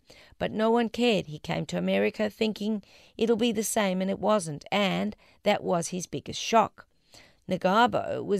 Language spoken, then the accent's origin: English; Zambia; For me, growing up in Zambia as a Rwandan, racism was a big part of it because I was an immigrant.